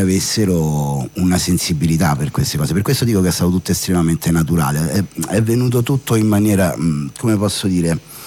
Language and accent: Italian; Velletri, Lazio, Italy; accent: Velletri dialect; il nostro dialetto, appunto, della città di Velletri, dialetto che noi parliamo, frequentiamo ed ascoltiamo da sempre